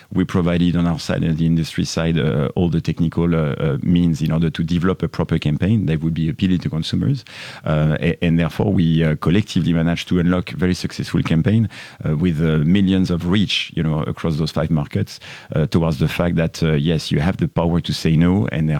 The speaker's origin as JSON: {"language": "English", "country": "France", "accent": "French", "second_language": "English", "said": "as you gathered from my accent already, I'm French"}